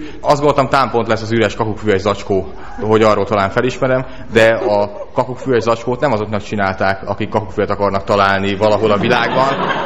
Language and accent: Hungarian; Great Hungarian Plain, Hungary; born there; Én az Alföldön születtem